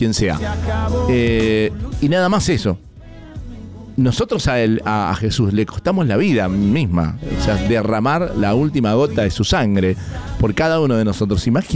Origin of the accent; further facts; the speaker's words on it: Mendoza, Argentina; nosotros como mendocinos